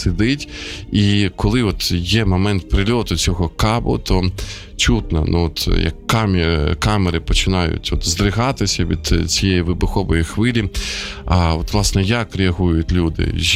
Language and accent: Ukrainian; Sumy, Sumy Oblast, Ukraine; із моїх рідних Сум